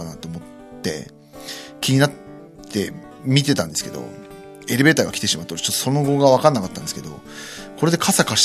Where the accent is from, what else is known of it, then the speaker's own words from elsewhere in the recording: Nemuro, Hokkaido, Japan; moved away; 4日間ねずっと根室にいたんですよね、地元にいて